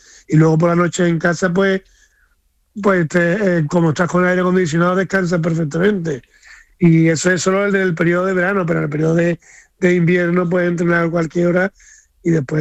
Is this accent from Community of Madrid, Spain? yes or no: no; Seville, Andalusia, Spain; soy muy sevillano y me gustan las cositas ricas de la tierra.